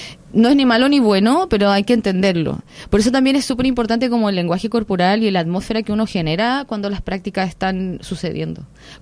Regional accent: Chile; yo vengo de Chile

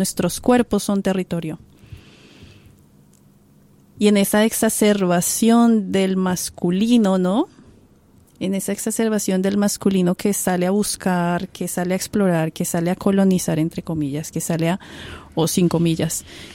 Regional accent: Colombia

